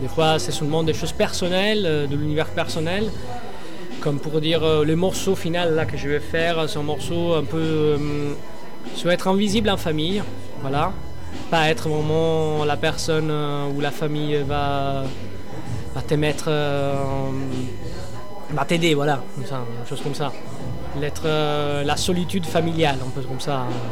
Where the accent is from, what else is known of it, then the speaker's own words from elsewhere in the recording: Sicily, Italy; first language Sicilian; French is a second language; je commençais aussi à chanter dans ma langue maternelle, en sens en sicilien, parce que j'ai rajouté dans mon set une chanson traditionnelle sicilienne